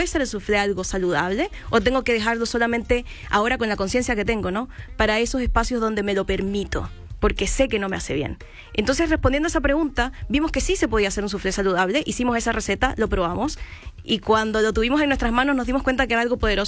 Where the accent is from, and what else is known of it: Chile